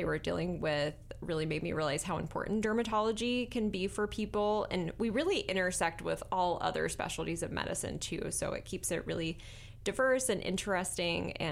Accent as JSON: {"language": "English", "region": "Virginia", "country": "United States", "tie": "born or raised there", "said": "I grew up in Virginia. I actually did medical school at the University of Virginia and came up to Vermont for my dermatology residency."}